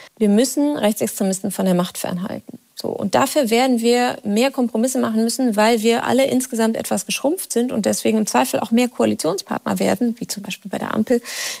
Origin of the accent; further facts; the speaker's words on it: Rhineland, Germany; Trotzdem will ich die Hoffnung nicht aufgeben, weil ich bin ja Rheinländerin und dann muss ja weitergehen.